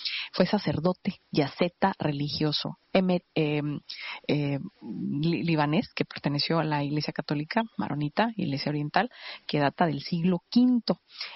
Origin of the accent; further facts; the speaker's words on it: Chihuahua, Mexico; en mi ciudad natal, en Chihuahua.